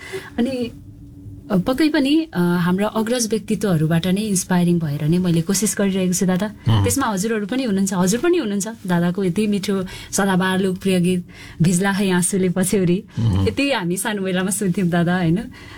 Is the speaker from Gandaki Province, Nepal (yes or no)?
no; Koshi Province, Nepal; moved away as an adult; now in Kathmandu, Nepal; Serofero Jhapa.